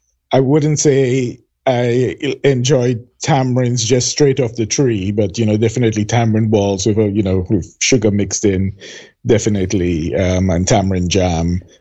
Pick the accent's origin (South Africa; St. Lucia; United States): St. Lucia; also born or lived in England; although I am a St. Lucian, I was born in England. My mom is from St. Lucia, and we moved back when I was about 5 or 6 years old.